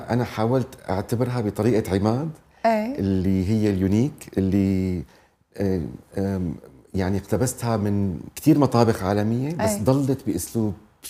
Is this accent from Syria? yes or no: yes; Syria; moved away as an adult; now in London, United Kingdom; نحن كسوريين